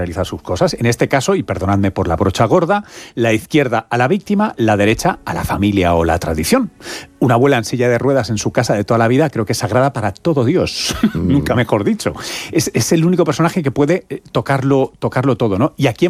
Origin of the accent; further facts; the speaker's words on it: Tomelloso, Castilla-La Mancha, Spain; El de mi padre. Sí. El de mi padre, mi familia. … de Tomelloso.